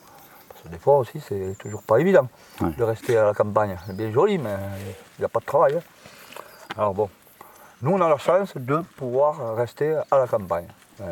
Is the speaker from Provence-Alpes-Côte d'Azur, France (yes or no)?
yes; Puyvert, Provence-Alpes-Côte d'Azur, France; Nous, on est de Puyvert. On est à combien? Une demi-heure ici, Philippe?